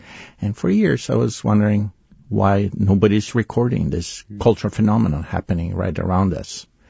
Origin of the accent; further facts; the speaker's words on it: Italy; English is a second language; Well, taking a brief step back, like you mentioned, and you can probably derive from my accent, I grew up in Italy, and so I was used to having pretty much just one church in each town, the Roman Catholic.